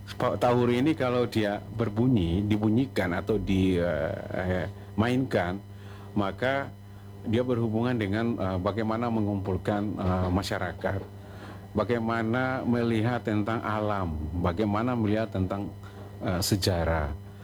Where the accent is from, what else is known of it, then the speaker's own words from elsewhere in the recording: Maluku, Indonesia; Nah, karena kita orang Maluku ini identik dengan musik, sering disampaikan ya DNA orang musik itu, orang Ambon itu musik.